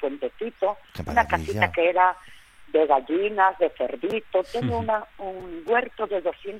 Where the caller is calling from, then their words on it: Vigo, Galicia, Spain; Yo vivo en Vigo.